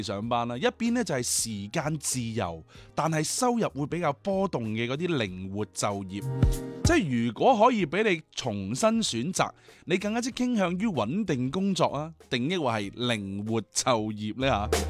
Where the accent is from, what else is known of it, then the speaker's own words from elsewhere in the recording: Guangdong, China; 我哋广东人